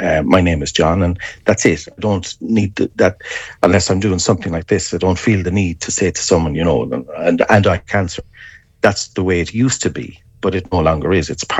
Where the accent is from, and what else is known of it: Charlestown, Connacht, Ireland; moved away